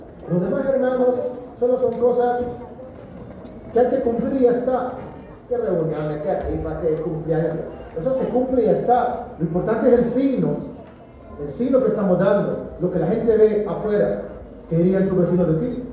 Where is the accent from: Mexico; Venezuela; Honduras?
Honduras; Ajuterique, Comayagua; moved away; yo soy de Ajuterique.